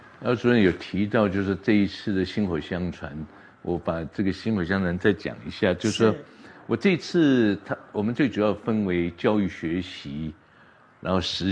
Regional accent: Taiwan; 因为我是来自于眷村子弟出生的

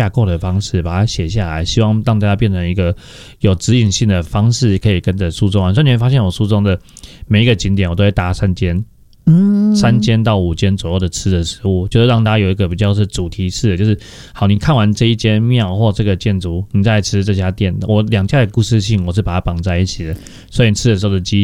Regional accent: Taipei, Taiwan; 因为我是在龙安市长大

